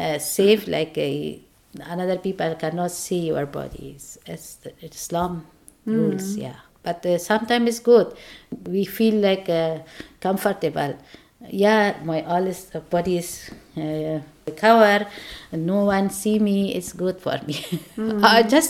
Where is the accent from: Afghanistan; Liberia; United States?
Afghanistan; English is a second language; now in Germany; I'm from Afghanistan